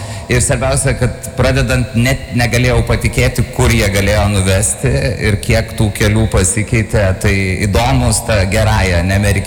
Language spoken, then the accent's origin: Lithuanian; Šilutė, Klaipėda County, Lithuania; moved away as an adult; esu iš Šilutės, visai kito krašto.